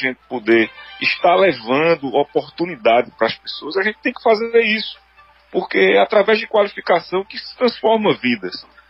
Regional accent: Caruaru, Pernambuco, Brazil; moved away as an adult; now in Recife, Brazil; hoje eu tô indo pra Caruaru, sua avó comigo. Entendeu? Eu todo final de semana eu tô indo, sabe? Eu sempre estou aí na minha terra.

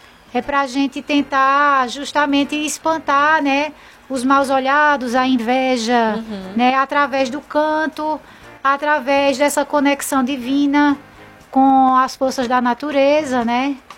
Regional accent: Caruaru, Pernambuco, Brazil; eu sou de Caruaru e sou uma apreciadora do forró, né? Que a gente escuta desde pequenininha, né?

